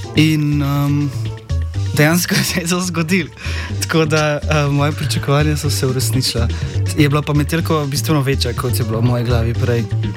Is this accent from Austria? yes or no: no; Ljubljana, Slovenia; sem ti povedal, da sem odraščal v BS3 na betonu med prometnimi cestami, voznico Dunajsko, Vojkovo, kar, ja.